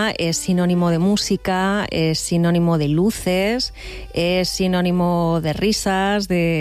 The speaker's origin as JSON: {"language": "Spanish", "town": "Badajoz", "region": "Extremadura", "country": "Spain", "tie": "born or raised there", "said": "a la feria de Badajoz, que es la feria de San Juan, a finales de junio, que es mi tierra."}